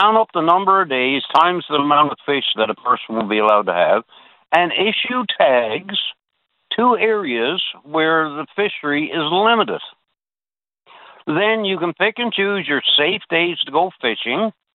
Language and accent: English; Newfoundland and Labrador, Canada; I'm also from the South Coast here in Newfoundland.